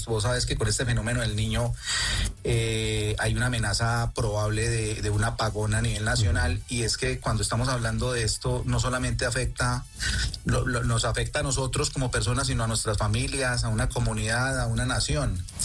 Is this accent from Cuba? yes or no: no; Colombia; como colombiano me emociona